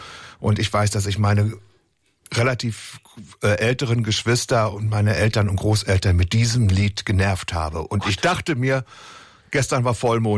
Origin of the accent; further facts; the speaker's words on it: Haselünne, Lower Saxony, Germany; Haselünne im Emsland, wo es die drei Brennereien gibt, ne?